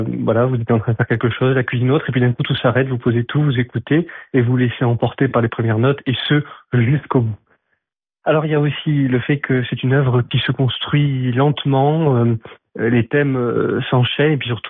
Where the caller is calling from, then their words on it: Biarritz, Nouvelle-Aquitaine, France; je vous appelle de Biarritz.